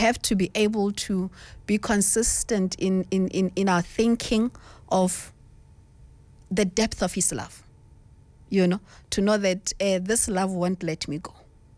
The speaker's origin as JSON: {"language": "English", "town": "Kimberley", "region": "Northern Cape", "country": "South Africa", "tie": "born or raised there", "also_born_or_lived": "Pampierstad", "said": "I was born in Pampierstad. And then when my mom died, I went to Kimberley. Then I stayed with my dad and my stepmother."}